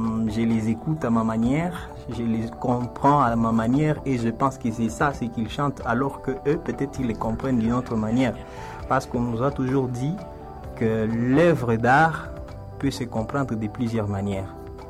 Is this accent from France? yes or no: no; Butembo, North Kivu, DR Congo; chez nous, à Boutembo, au Nord Kivu, en RDC